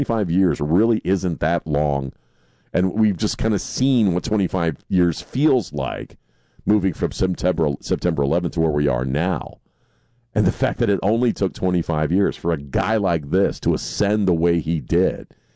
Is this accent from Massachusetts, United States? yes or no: no; Maryland, United States; I didn't grow up in the West, I didn't grow up in the Southwest, I grew up on the East Coast, outside of Annapolis.